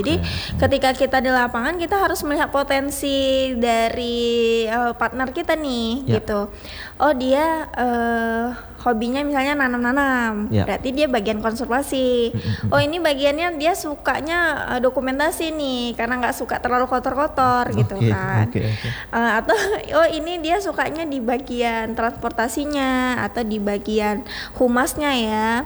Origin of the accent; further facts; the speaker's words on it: Aceh, Indonesia; di daerah saya ya, Aceh Tamiang